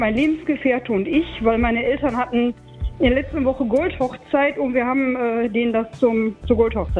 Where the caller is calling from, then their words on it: Düsseldorf, North Rhine-Westphalia, Germany; Ich komme aus Düsseldorf